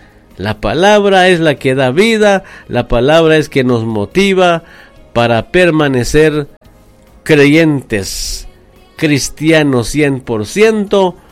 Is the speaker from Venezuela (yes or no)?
no; San Raimundo, Guatemala Department, Guatemala; San Raimundo ya es Guatemala, ya es capitalino. Y los fronterizos nos dicen a nosotros que ya somos capitalinos, ¿sí?